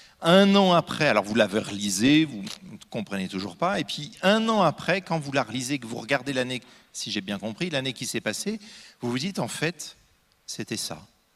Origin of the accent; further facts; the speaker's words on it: Normandy, France; Je suis normand, hein. Un pommier, je le connais.